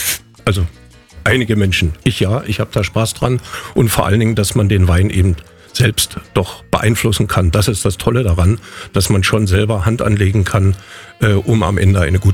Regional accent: Fehrow, Brandenburg, Germany; moved away as an adult; also born or lived in Cottbus; now in Guben, Germany; Also ich bin in Cottbus geboren und im Spreewald, also in der Gemeinde Fehrow, groß geworden. Und ja, vor 34 Jahren von meiner Frau nach Guben verschleppt worden.

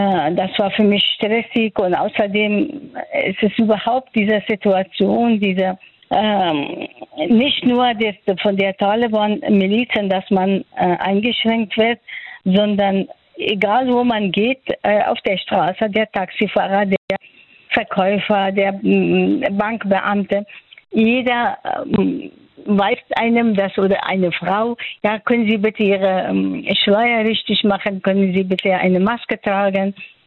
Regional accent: Afghanistan; German is a second language; moved away as an adult; now in Bad Kreuznach, Germany; Ich bin gebürtige Afghanin. Ich bin in Afghanistan geboren. Ich bin dort aufgewachsen, auch in Afghanistan studiert. Und dann 1980 bin ich in Deutschland gelandet.

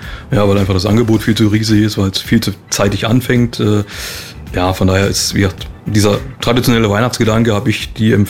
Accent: Saxony, Germany; moved away; Also ich bin gebürtiger Sachse in der Nähe von Dresden.

